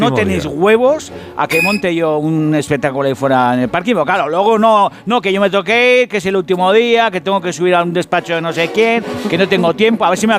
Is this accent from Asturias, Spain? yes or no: no; Basque Country, Spain; Yo esto lo hago por orgullo, porque soy vasco y a mí no me gana ni Bartolo.